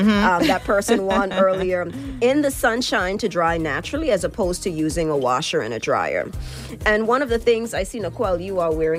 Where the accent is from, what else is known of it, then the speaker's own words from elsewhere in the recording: Turks & Caicos Islands; I grew up in South Caicos playing outside on this under Miss Hattie's tamarind tree.